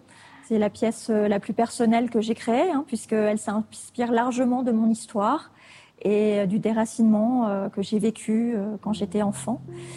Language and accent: French; Normandy, France; moved away as an adult; also born or lived in Paris; now in La Réunion, France; Je suis originaire de La Réunion et j'ai été adoptée à l'âge de 2 ans, fin des années 70, par une famille normande. Donc j'ai grandi en Normandie.